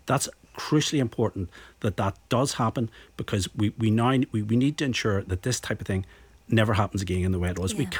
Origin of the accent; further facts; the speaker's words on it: Belfast, Northern Ireland, United Kingdom; I'm born and bred in East Belfast. I come from that part